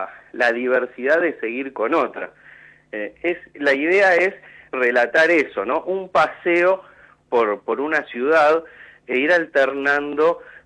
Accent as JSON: {"language": "Spanish", "town": "General Rodríguez", "region": "Buenos Aires Province", "country": "Argentina", "moved": "yes", "lives_now": "Mar del Plata, Argentina", "said": "yo nunca viví en Buenos Aires, yo ¿mira? Soy de General Rodríguez, ahora vivo en Mar del Plata"}